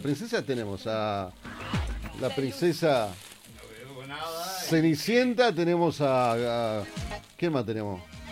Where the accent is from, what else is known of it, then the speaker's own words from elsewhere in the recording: Uruguay; Después nos dicen que somos aburridos, los uruguayos.